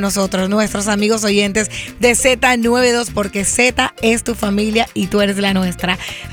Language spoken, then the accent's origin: Spanish; Colombia; ella estaba en mi país, Colombia, grabando un reality show